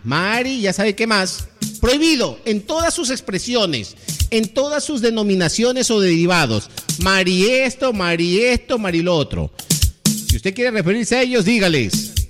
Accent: Ecuador; somos ecuatorianos.

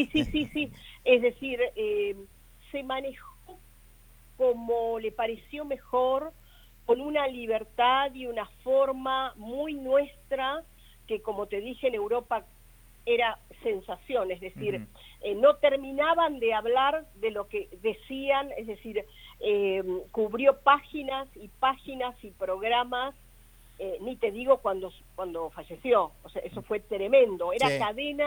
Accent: Argentina

